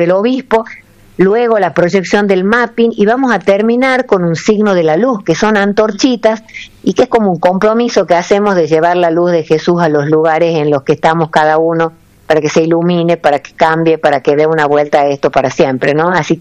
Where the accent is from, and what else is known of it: Tucumán, Argentina